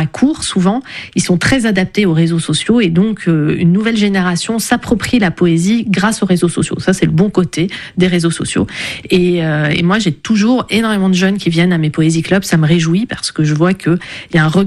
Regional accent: Lebanon; Et moi, c'est ça que j'avais vécu dans mon enfance au Liban, avec une tradition libanaise qui s'appelle le zajal

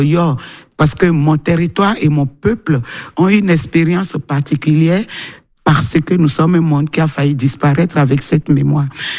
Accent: Savalou, Collines, Benin; born there; je suis née dans ce qui est devenu le Bénin en 1960, donc c'était hier

